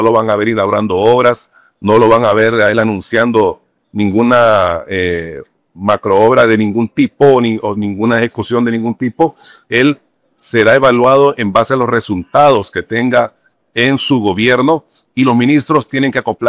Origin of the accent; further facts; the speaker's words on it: Honduras; tenemos que tener mucho cuidado en cuánto es lo que está entrando y cuánto es lo que podemos gastar nosotros como hondureños.